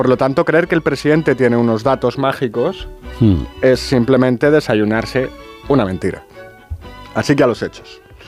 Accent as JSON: {"language": "Spanish", "country": "Spain", "said": "como en Argentina, los españoles nos partimos la cara"}